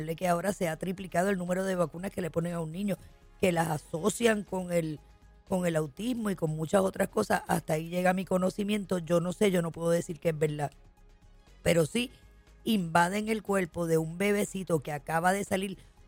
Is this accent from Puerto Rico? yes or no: yes; Puerto Rico; sea como el boricua, mira, Island Time. Yo sé que nosotros todo lo cogemos suave.